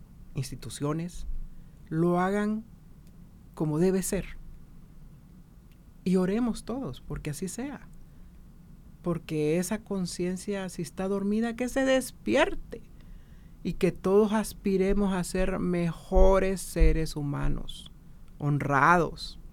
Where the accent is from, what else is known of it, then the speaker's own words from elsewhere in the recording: Honduras; nos toca a nosotros como hondureños ser muy responsables con nuestra economía